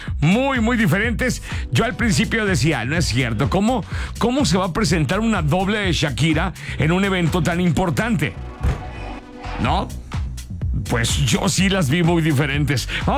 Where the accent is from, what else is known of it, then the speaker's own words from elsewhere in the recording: Guadalajara, Jalisco, Mexico; moved away; yo, de mi tierra, pues la mera mata era en San Juan de Dios.